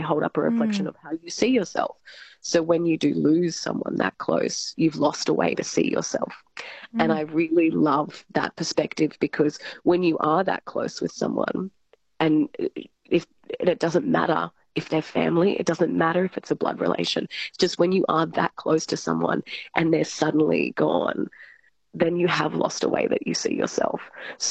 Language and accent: English; Albury, New South Wales, Australia; Albury, yes.